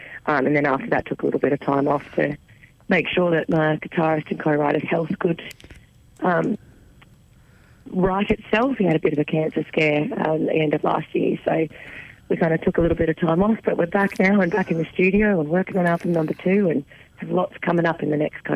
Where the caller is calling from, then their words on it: Central Coast, New South Wales, Australia; The Central Coast, New South Wales.